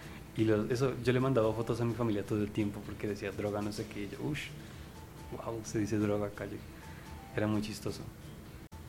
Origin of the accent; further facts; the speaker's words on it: Colombia; Digamos, la gente es amable, amable como colombianos, pero tienen como cara de que están bravos todo el tiempo